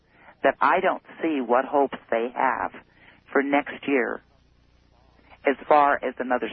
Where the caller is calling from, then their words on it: Fairbanks, Alaska, United States; I'm calling from Fairbanks.